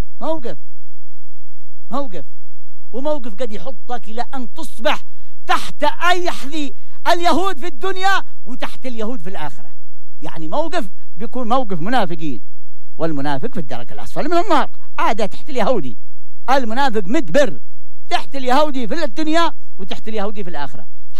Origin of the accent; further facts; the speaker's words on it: Yemen; تخيلوا مضيق عندنا في اليمن